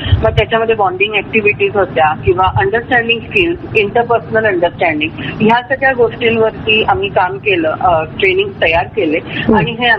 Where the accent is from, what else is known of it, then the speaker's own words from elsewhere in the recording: Nashik, Maharashtra, India; also born or lived in Gujarat; माझं बालपण ऍक्च्युली नाशिकला गेलं. वडिलांची फिरकीची नोकरी होती.